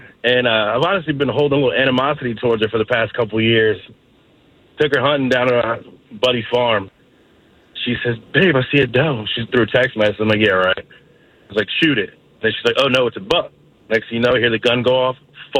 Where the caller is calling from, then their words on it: Lorton, Virginia, United States; I'm from Lorton, man.